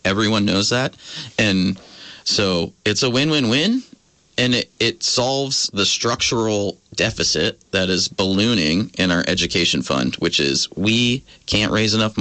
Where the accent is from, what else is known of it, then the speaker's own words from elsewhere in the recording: Essex Junction, Vermont, United States; when I was growing up in Essex Junction, my parents moved to that district because it was the best school system in the country, practically.